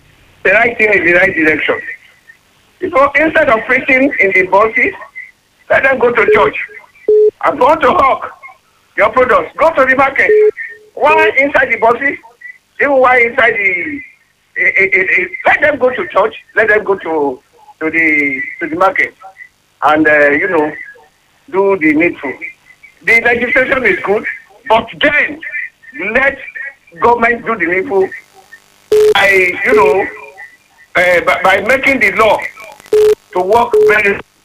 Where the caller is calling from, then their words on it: Owo, Ondo, Nigeria; Good morning … from Owo.